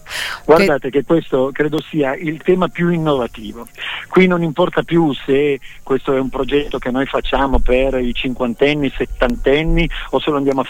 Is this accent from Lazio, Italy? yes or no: no; Piedmont, Italy; Io parlo da piemontese e per me il tema del dolcetto e del Barbera era un vino che era il vino dei miei nonni